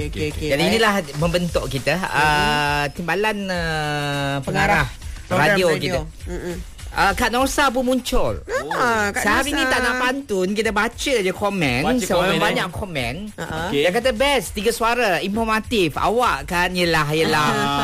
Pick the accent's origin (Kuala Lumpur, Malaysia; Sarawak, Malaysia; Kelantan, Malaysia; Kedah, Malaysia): Sarawak, Malaysia; Saya punya vokal ni, saya macam biasa orang Sarawak.